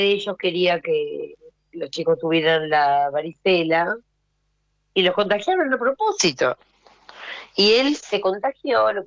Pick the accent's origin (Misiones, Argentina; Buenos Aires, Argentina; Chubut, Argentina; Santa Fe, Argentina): Buenos Aires, Argentina; born there; Yo nací en Capital, en Palermo, nací en el Temic.